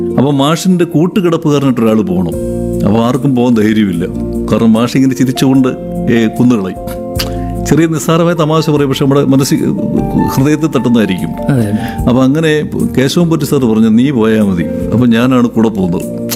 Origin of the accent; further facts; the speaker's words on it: Pavithreswaram, Kerala, India; born there; അവിടെ പൗത്രേശ്വരം എന്ന് പറയുന്ന സ്ഥലത്താണ് ഞാൻ ജനിച്ചത്.